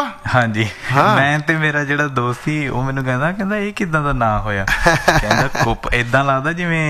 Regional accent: Lohara, Punjab, India; ਮੇਰੇ ਪਿੰਡ ਦਾ ਨਾਮ ਹੈ ਜੀ ਲੋਹਾਰਾ।

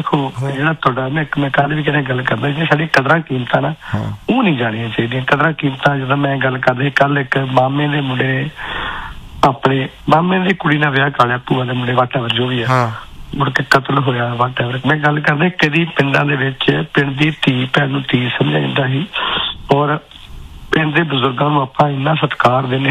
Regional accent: Punjab, India; ਸਾਡੇ ਪਿੰਡ ਦੇ ਅੱਜ ਤੋਂ 25 ਸਾਲ ਪਹਿਲਾਂ 3000 ਵੋਟ ਸੀ, ਜਾਤੀਆ ਪਿੰਡ ਆ ਸਾਡਾ, ਫਤਿਹਗੜ੍ਹ ਚੋਣੀਆਂ ਲਾਗੇ ਨਾਨਕੀ ਪਿੰਡ ਸਾਡਾ, ਪਿੰਡ ਅੰਮ੍ਰਿਤਸਰ ਤੋਂ ਬਿਲੋਂਗ

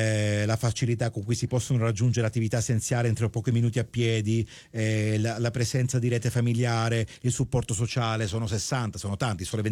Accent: Canada; da canadese quando vado al sud mi sento il re

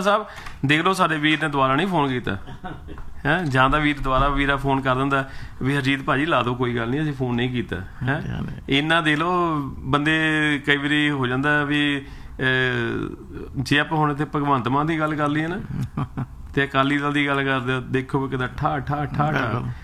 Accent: Punjab, India; moved away; ਤੇ ਨਾ ਸਾਡਾ ਪੰਜਾਬ ਨਾ ਸਾਡਾ ਪਿਆਰ ਹੈ ਕਿਉਂਕਿ ਅਸੀਂ ਉੱਥੇ ਜੰਮੇ ਪਲੇ ਹਾਂ।

